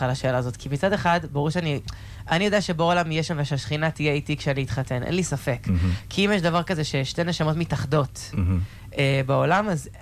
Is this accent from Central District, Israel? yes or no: no; Ramat Gan, Tel Aviv District, Israel; אני מרמת גן במקור, כן. אבל עברתי לרמת גן אחר, כאילו לדירה אחרת.